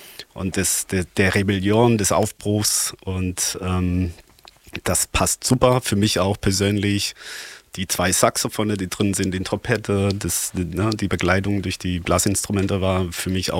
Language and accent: German; Berlin, Germany; born there; in meiner Jugend in Berlin